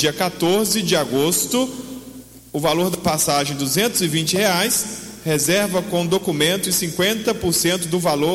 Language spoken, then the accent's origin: Portuguese; Brazil; Então nós somos brasileiros.